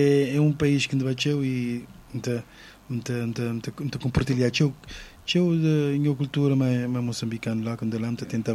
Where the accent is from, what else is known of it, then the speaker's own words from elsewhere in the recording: Mindelo, São Vicente, Cape Verde; born there; Nasci na São Vicente de Mindel.